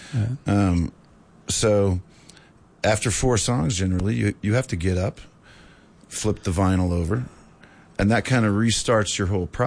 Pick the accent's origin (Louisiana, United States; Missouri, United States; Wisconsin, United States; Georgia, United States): Louisiana, United States; New Orleans; we're from New Orleans.